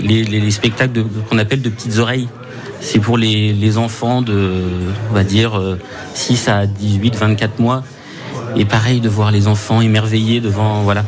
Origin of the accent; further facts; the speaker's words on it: Coutances, Normandy, France; je suis coutancé. Je suis né à Coutances